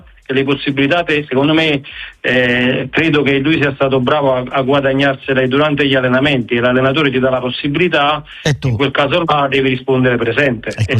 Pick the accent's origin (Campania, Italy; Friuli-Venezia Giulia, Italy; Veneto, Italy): Campania, Italy; Naples; soprattutto per me da napoletano